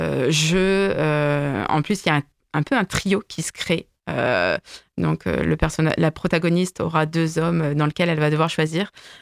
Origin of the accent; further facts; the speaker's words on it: France; accent: French; Non, j'ai mon petit accent français.